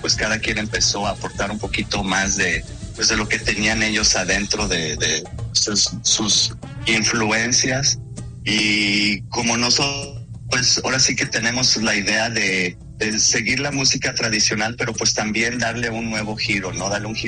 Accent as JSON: {"language": "Spanish", "country": "Mexico", "moved": "yes", "lives_now": "Canada", "said": "soy el único mexicano en la banda"}